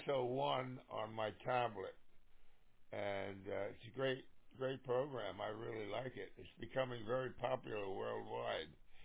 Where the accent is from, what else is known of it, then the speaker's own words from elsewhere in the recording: New York, United States; now in Vermont, United States; Radio Ocean Norway. I'm a transplant from Long Island to Vermont. I was living in Bayville on the North Shore near Oyster Bay, Glen Cove area.